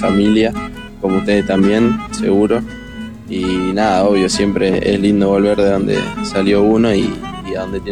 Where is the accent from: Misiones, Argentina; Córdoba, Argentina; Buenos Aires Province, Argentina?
Misiones, Argentina; somos todos de Misiones y hoy le vamos a hacer una entrevista a Santi Sosa.